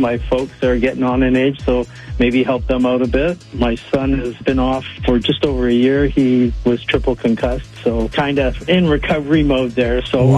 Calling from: Chilliwack, British Columbia, Canada; Chilliwack.

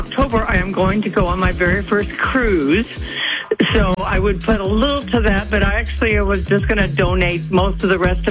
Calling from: Bellingham, Washington, United States; I'm calling from Bellingham.

